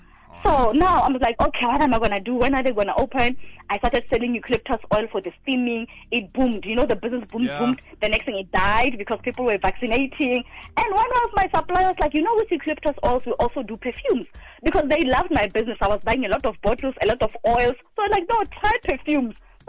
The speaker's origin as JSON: {"language": "English", "region": "Free State", "country": "South Africa", "also_born_or_lived": "Gauteng", "moved": "as an adult", "said": "later on in my years, when I started coming to varsity in Gauteng, I'm from the Free State"}